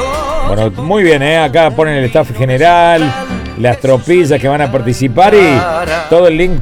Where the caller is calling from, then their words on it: Paraná, Entre Ríos, Argentina; Hola, Pablo, ¿qué tal? … de Paraná, Entre Ríos. ¿Cómo andás?